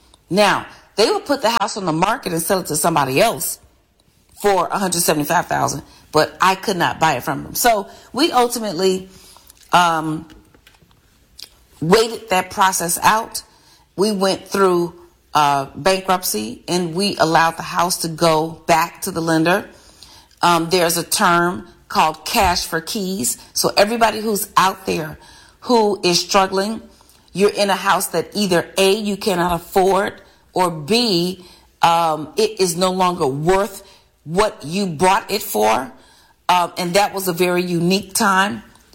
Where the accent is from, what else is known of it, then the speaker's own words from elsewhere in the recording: Chicago, Illinois, United States; I was born and raised in Chicago, and I bought several homes in Chicago.